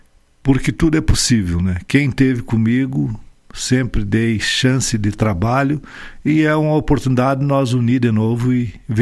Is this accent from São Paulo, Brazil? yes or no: no; Monte Alegre dos Campos, Rio Grande do Sul, Brazil; now in Vacaria, Brazil; Mas Monte Alegre é minha terra, né?